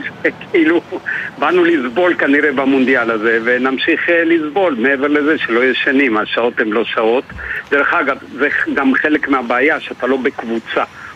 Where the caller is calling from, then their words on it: Be'eri, Southern District, Israel; אני בבארי ושומע את הבומים ושומע את הקרבות שיש שם בתוך רצועת עזה